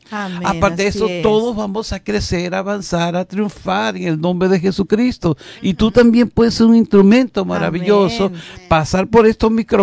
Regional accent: Venezuela; Yo soy un apostólico venezolano.

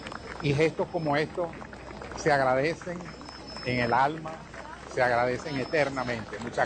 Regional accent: Venezuela; now in United States; Yo soy venezolano. Vivo en los Estados Unidos porque soy refugiado.

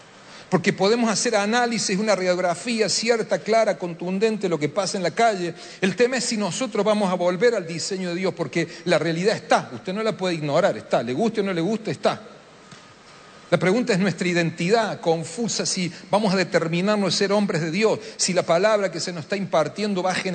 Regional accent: Argentina; Me tocó a mí decírtelo, perdón. Vengo de Argentina a decírtelo, no es lo mismo.

